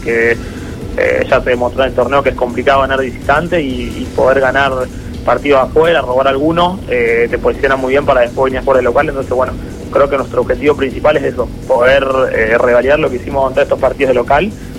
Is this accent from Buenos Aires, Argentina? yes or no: yes; Buenos Aires, Argentina; Yo vengo de la zona de Buenos Aires, que por ahí éramos más equipos y no era tanta la paridad entre los 8 equipos.